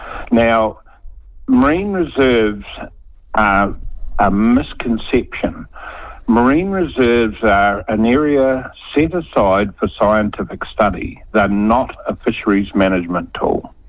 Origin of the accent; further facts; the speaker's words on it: Southland, New Zealand; I'm the director, one of the directors from the deep south. I come from Southland.